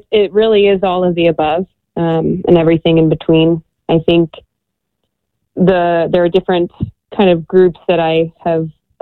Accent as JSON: {"language": "English", "town": "Indianapolis", "region": "Indiana", "country": "United States", "tie": "born or raised there", "said": "the National Linguistic Congress was happening near my hometown in Indianapolis."}